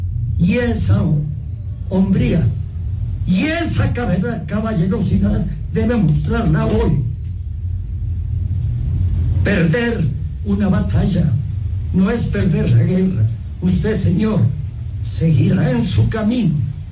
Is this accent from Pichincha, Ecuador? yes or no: no; Ambato, Tungurahua, Ecuador; porque soy de Ambato, vivo en Ambato y tengo la seguridad, voy a morir en Ambato, porque esta es mi tierra